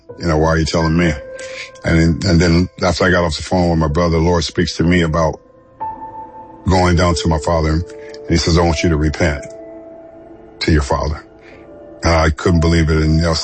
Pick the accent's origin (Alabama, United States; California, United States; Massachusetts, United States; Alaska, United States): California, United States; Los Angeles; born or raised there